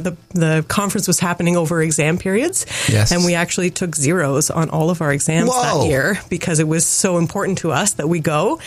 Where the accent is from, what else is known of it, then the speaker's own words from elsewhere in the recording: Cochrane, Ontario, Canada; which we always had on the background when we were growing up in Cochrane in Northern Ontario.